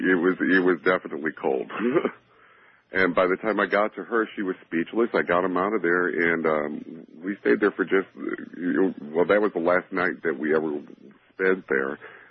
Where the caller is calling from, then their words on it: Union, Missouri, United States; I'm from Union, Missouri.